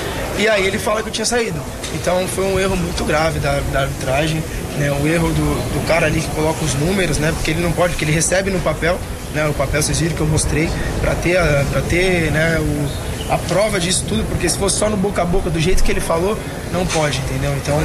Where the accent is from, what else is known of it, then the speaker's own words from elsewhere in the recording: Brazil; cara, eu sou brasileiro como você também é, né?